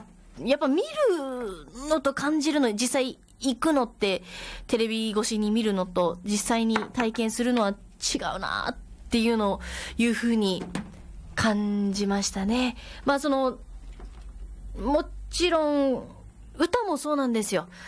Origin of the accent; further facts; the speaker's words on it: Kyushu, Japan; moved away as an adult; now in Saitama, Japan; 私九州生まれ、九州育ち、出てきてって言い方も変だけど、歌を、したくて埼玉県に上京したんですけど